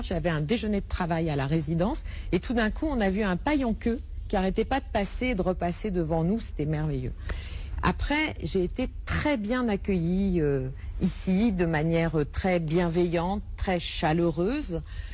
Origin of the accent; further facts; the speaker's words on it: Paris, Île-de-France, France; also born or lived in Germany; Alors, je suis née en France, j'ai